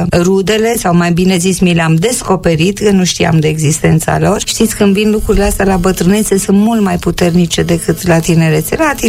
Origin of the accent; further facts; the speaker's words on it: Romania; born there; Eu m-am născut lângă București în 1946, deci sunt sudistă, cum spun eu